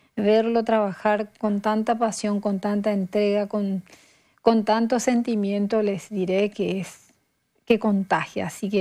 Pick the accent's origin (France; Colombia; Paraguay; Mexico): Paraguay; como los paraguayos acostumbramos a utilizar referencias